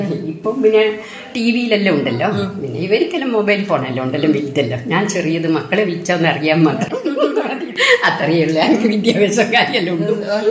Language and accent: Malayalam; Pariyaram, Kerala, India; എന്റെ നാട് പരിയാരത്ത